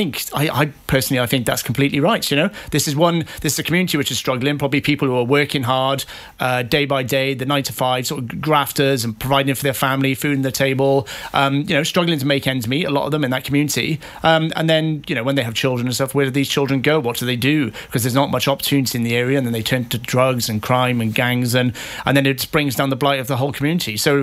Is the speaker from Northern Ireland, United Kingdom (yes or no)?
no; Caerphilly, Wales, United Kingdom; I'm from South Wales, Caerphilly, very deprived area. You know, not an abundance of opportunity, right, in the area, and there's lots of crime